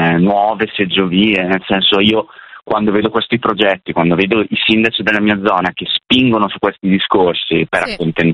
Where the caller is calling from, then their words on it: Clusone, Lombardy, Italy; io sono di Clusone, quindi valseriana